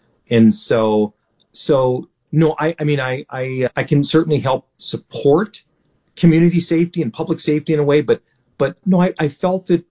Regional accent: Minneapolis, Minnesota, United States; This little boy growing up in Southside Minneapolis, running through the alleys and everything else.

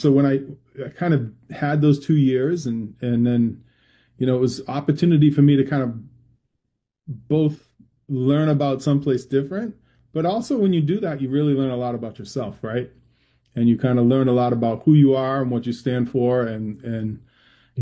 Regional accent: Massachusetts, United States; I was a certified school teacher in the state of Massachusetts, living in my hometown

